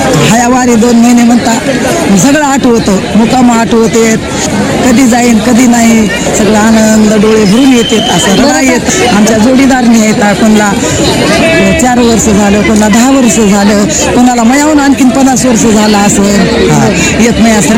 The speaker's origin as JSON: {"language": "Marathi", "area": "Parbhani district", "region": "Maharashtra", "country": "India", "said": "आणि मी परभणी जिल्ह्यातून आलेली आहे."}